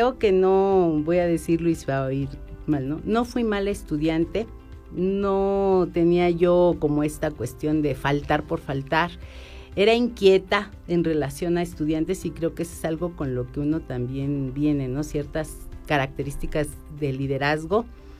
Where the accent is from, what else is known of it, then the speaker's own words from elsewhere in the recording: Tulancingo, Hidalgo, Mexico; moved away; porque soy originaria de Tulancingo